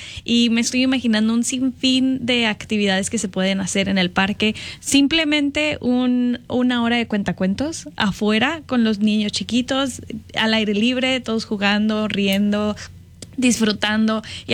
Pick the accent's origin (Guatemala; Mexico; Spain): Mexico; moved away as an adult; now in Madison, United States; yo crecí toda mi vida en México